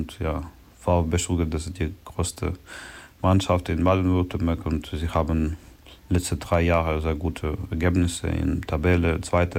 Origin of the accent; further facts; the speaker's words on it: Kharkiv, Kharkiv Oblast, Ukraine; born there; German is a second language; Ich bin in Kharkiv geboren und das ist mein Heim Club